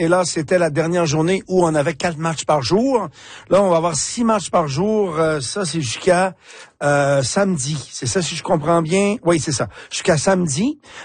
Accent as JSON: {"language": "French", "country": "Canada", "said": "Et bien sûr, chez nous, au Canada, eh bien, le match est présenté à midi"}